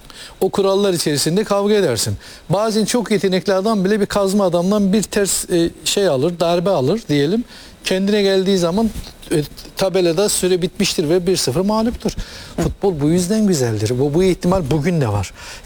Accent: Trabzon, Turkey; Trabzon'da büyüdüm ben.

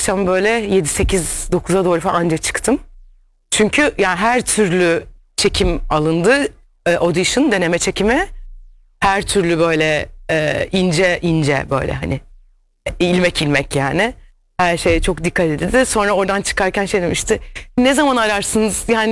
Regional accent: Black Sea Region, Turkey; Hani bambaşka yani, hani Karadeniz canım memleketim yani, o kadar seviyorum ki.

